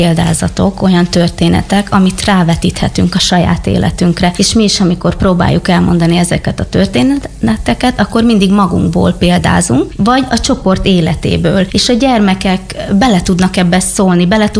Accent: Zakarpattia Oblast, Ukraine; now in Hungary; mert én Kárpátaljáról jöttem, és más szokásaim vannak, másképp éltük a hétköznapjainkat, másképp is beszélek

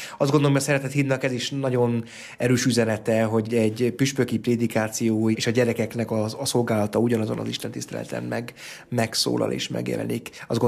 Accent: Szabolcs-Szatmár-Bereg, Hungary; born there; Nagyon erősen kötődöm Kelet-Magyarországhoz, Észak-Kelet-Magyarországhoz. Szabolcsi, szatmári születésű, származású vagyok. Néhai nagyanyám ózdi születésű volt.

